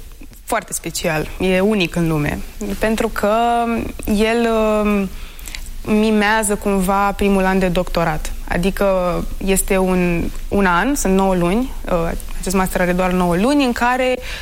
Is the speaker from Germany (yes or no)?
no; Bucharest, Romania; also born or lived in Iași; Da, pentru că eu am crescut și în București. Și aici am făcut și liceul la Colegiul Național Sfântul Sava.